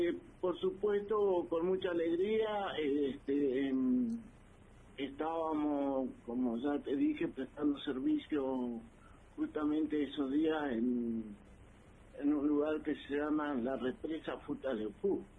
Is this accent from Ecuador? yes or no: no; El Bolsón, Río Negro, Argentina; moved away as an adult; also born or lived in Ingeniero Jacobacci, Río Negro / Esquel; nacido en Ingeniero Jacobacci, la provincia de Río Negro, y me crié en Paraje Los Repollos, a 14 kilómetros del Bolsón, donde estudié en la escuela primaria, secundaria